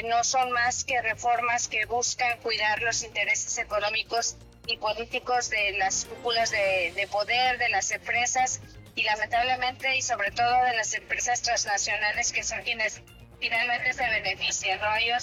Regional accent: Mexico; a nosotras como mexicanos

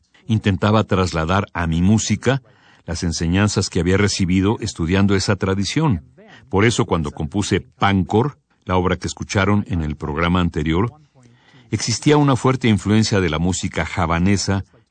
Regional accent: Philippines; Spanish is a second language; Soy filipino, soy asiático del sudeste, tenemos otra manera de percibir el mundo.

